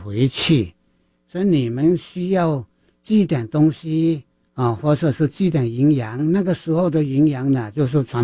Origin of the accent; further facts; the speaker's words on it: Guangdong, China; accent: Teochew; 我们潮州话就是叫日里库